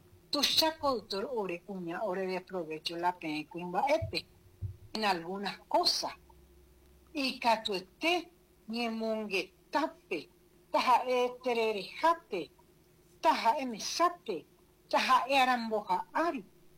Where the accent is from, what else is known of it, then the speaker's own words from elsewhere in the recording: Paraguay; como cuñada, como mamá, como paraguaya.